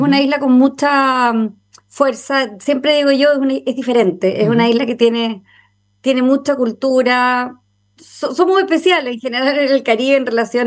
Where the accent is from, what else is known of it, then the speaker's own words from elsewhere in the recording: Jamaica; como somos ex colonia inglesa, en 1962 izamos la bandera de Jamaica